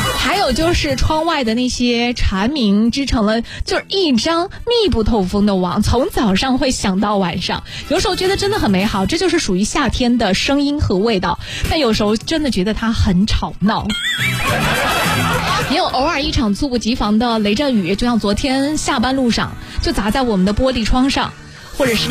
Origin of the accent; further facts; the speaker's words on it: Xuzhou, Jiangsu, China; 毕竟我们徐州人的夏天必须要有啤酒和烧烤嘛。